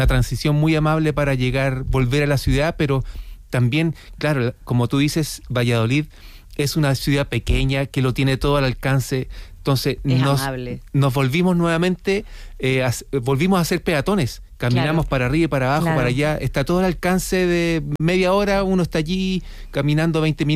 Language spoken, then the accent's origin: Spanish; Chile; now in Spain